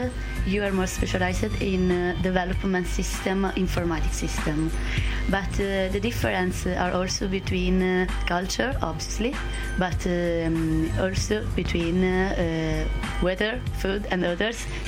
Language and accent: English; Sicily, Italy; moved away; I came from Sicily in Italy, and it is my first time, my first experience in the radio. I'm 24 years old